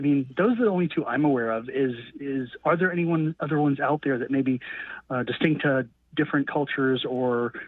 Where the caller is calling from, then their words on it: Jacksonville, Florida, United States; I'm calling you from Jacksonville, Florida, where I listen on WJXT.